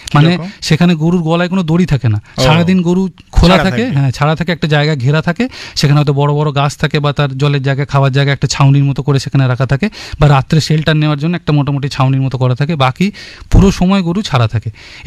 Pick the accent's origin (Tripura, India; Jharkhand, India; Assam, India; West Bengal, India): West Bengal, India; এবং পশ্চিমবঙ্গে যেটা সব থেকে আমাদের একটু চিন্তার বিষয়, যেটা হচ্ছে আমাদের এখানে কমিউনিটি গ্রেজিং বা চড়ার জায়গা খুব কম